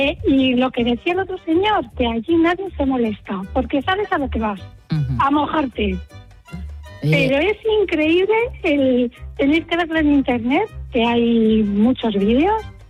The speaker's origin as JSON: {"language": "Spanish", "town": "Rivas-Vaciamadrid", "region": "Community of Madrid", "country": "Spain", "said": "Sí, Silvia, pero yo soy de Rivas."}